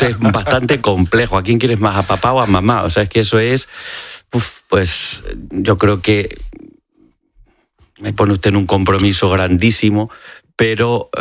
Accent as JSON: {"language": "Spanish", "town": "Badajoz", "region": "Extremadura", "country": "Spain", "said": "Yo soy extremeño, vivía en Badajoz y venía con frecuencia a Madrid, al Museo del Prado."}